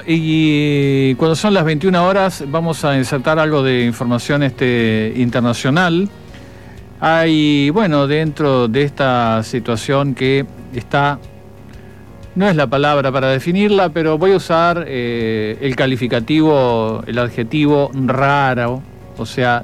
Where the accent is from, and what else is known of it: Uruguay